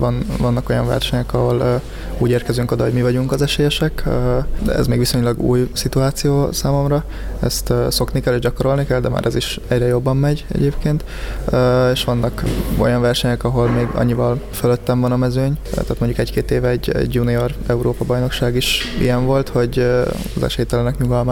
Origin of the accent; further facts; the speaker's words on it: Gödöllő, Pest, Hungary; Is, mert gödöllői vagyok, az ingázási időt, ami napi 2-3 óra is lehet